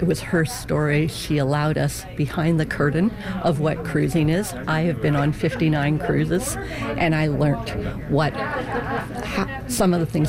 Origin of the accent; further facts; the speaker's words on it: Newfoundland and Labrador, Canada; moved away as an adult; now in Ontario, Canada; I am originally from Newfoundland, but I've been living in Ontario most of my adult life.